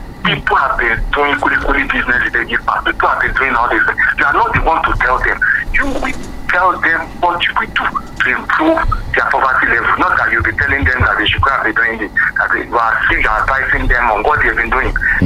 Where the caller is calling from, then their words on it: Nigeria; I'm calling from Bukola.